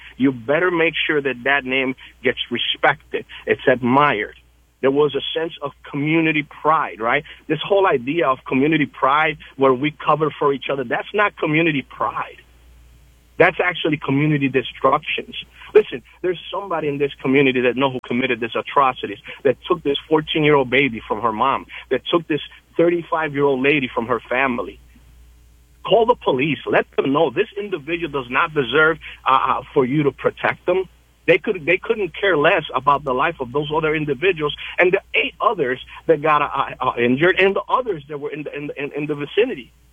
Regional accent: Santa Isabel, Puerto Rico; I was born and raised up in Puerto Rico. I grew up in one of the worst places at that time, Residencial Rincón Taíno in Santa Isabel, Puerto Rico.

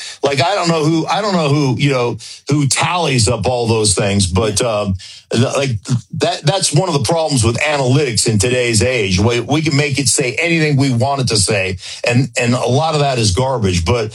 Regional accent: Anchorage, Alaska, United States; Since I was a little kid growing up in Anchorage, Alaska.

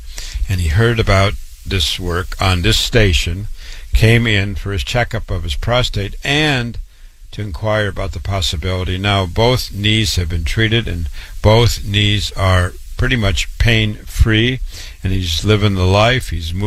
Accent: Waterloo, Iowa, United States; board-certified cancer doctor. I was born and raised in Waterloo, Iowa

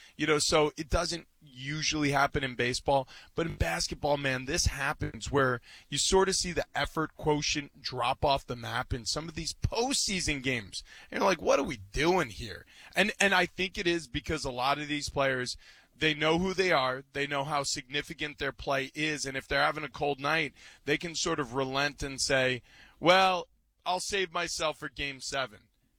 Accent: New York, United States; I grew up in New York, you know, so I've got buddies who have, you know, not only big interest in the series just from lifelong patronage to Madison Square Garden

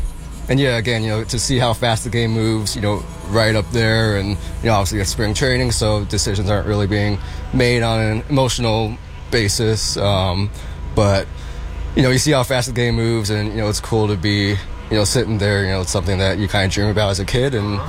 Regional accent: Bay Area, California, United States; growing up in the Bay Area

